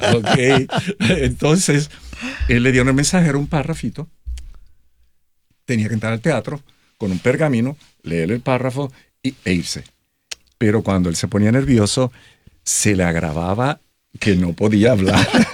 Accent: Caguas, Puerto Rico; born there; Yo llegué a Caguas cuando tenía 6 años de edad.

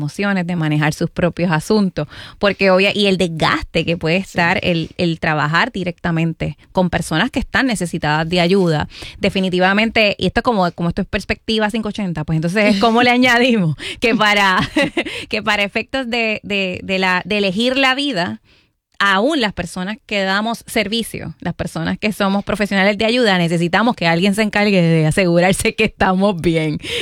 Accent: Morovis, Puerto Rico; moved away; Yo que vengo de Morovis

